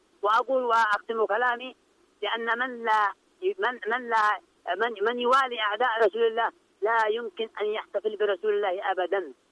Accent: Yemen; نحن كيمنيين

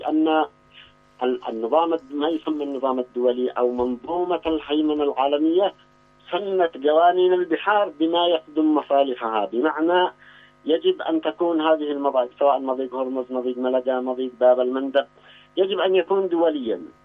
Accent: Yemen; عندنا في اليمن

